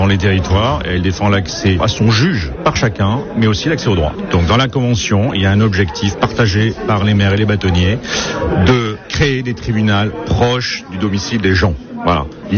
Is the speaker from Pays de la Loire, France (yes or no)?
no; Bordeaux, Nouvelle-Aquitaine, France; moi je suis de Bordeaux